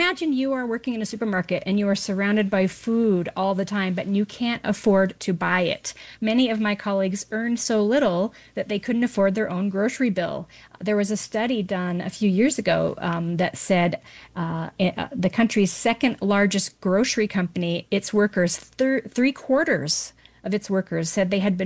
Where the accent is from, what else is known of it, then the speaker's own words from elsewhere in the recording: Utah, United States; moved away as an adult; also born or lived in New York City; So I moved back to my home region. I'm from the Mountain States, and I moved back to Utah.